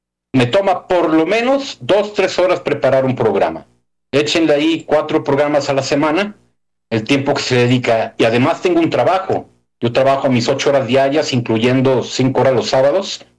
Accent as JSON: {"language": "Spanish", "country": "Mexico", "said": "desde tantos lugares del mundo, muchos somos de México, otros de otros países"}